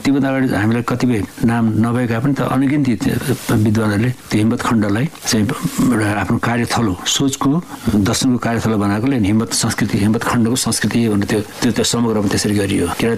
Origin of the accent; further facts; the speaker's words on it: Bhojpur, Koshi Province, Nepal; अलिक पूर्व अझैतिर मेरो घर भोजपुर हो, अझै उता गएर सभा पोखरी, साल्पा पोखरी, यस्तो अनेक प्रकार पोखरीहरू छन्